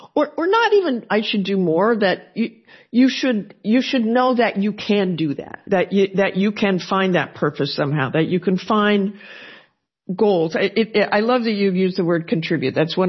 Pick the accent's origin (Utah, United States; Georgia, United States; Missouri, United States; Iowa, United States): Utah, United States; Salt Lake City; moved away as an adult; also born or lived in Boston; I was raised in Salt Lake City, and I did not have a father. I had a father, but he died before my third birthday. So I was raised by a single mom in Salt Lake City.